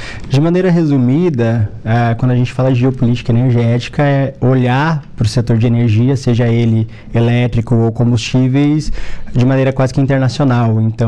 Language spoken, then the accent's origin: Portuguese; Palmeira das Missões, Rio Grande do Sul, Brazil; moved away as an adult; now in Araranguá, Brazil; Eu sou natural de Palmeiras das Missões, no Rio Grande do Sul, próximo a Passo Fundo, região norte do estado.